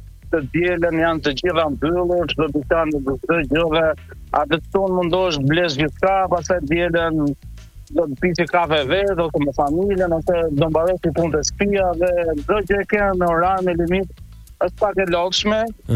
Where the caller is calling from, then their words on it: Frankfurt, Hesse, Germany; nga Frankfurti